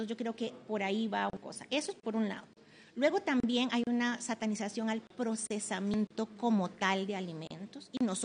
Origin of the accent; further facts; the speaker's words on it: Costa Rica; soy de Costa Rica. ¿Eh? En mi país tiembla mucho, aquí tiembla mucho.